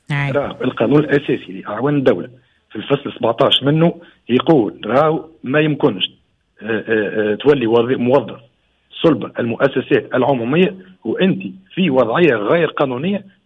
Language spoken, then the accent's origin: Arabic; Tunisia; عندنا في تونس